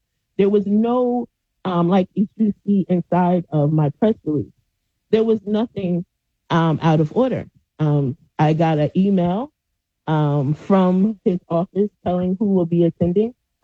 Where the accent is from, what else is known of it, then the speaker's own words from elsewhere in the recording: Asbury Park, New Jersey, United States; I'm from Asbury Park.